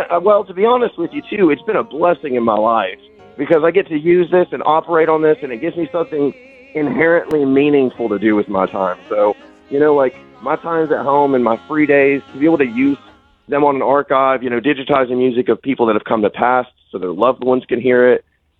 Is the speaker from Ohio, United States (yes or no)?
yes; Cleveland, Ohio, United States; I grew up in the church, and some of the vinyl records I first did were actually from the churches I grew up in here in Cleveland.